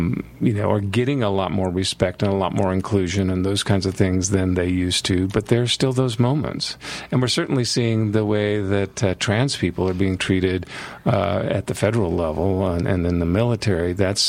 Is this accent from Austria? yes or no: no; United States; as a member of the community and as an American